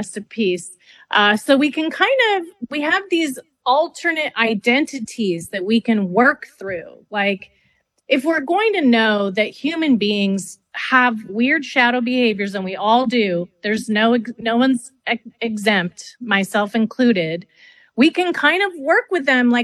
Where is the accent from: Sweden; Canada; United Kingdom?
Canada; And I'm French Canadian.